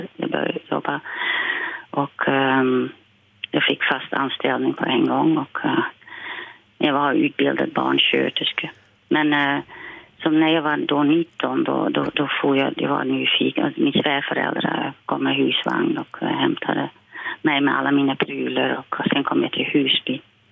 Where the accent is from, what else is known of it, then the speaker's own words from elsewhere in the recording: Silvolde, Gelderland, Netherlands; Swedish is a second language; Och jag var från Silvolde så att jag hade en vän, en tremänning med mig.